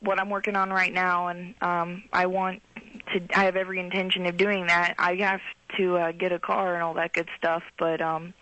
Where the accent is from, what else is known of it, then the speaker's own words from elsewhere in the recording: England, United Kingdom; I'm an Englishman.